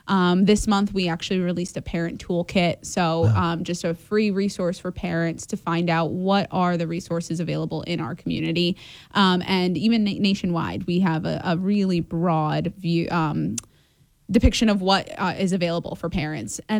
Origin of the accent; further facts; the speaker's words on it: New York, United States; I am from the Hudson Valley and, I love it.